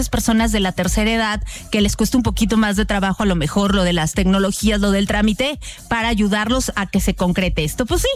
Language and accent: Spanish; Mexico; Oye, y como buen mexicano, al último momento